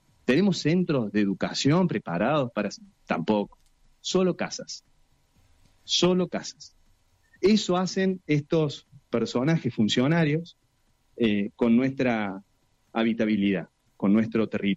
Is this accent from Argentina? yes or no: yes; Villa Allende, Córdoba, Argentina; yo soy de Villa Allende